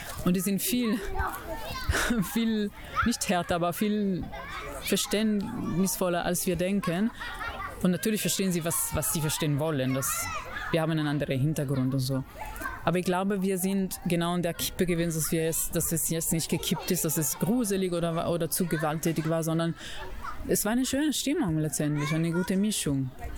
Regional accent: Italy; German is a second language

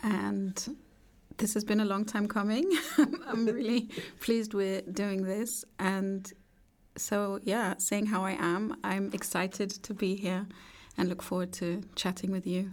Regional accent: London, United Kingdom; born or raised there; now in Vienna, Austria

